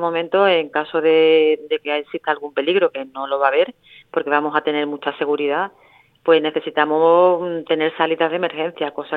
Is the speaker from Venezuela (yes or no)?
no; Spain; como súper españoles que somos.